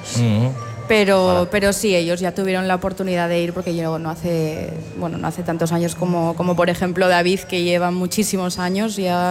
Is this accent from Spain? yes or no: yes; Villaviciosa, Spain; yo soy de Villaviciosa de siempre, y escucharlo siempre por las calles y saber el repertorio ya sin estar en la banda